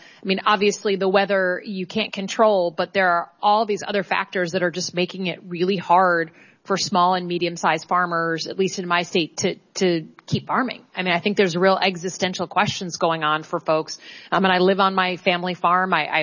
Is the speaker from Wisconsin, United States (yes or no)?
no; Michigan, United States; I come from Michigan, so specialty crop state.